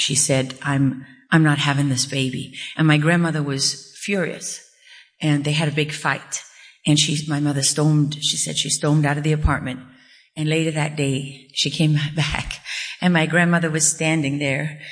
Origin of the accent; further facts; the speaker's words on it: South Africa; moved away; I was sort of what we call in South Africa a lamaki, because I'm born and raised in South Africa.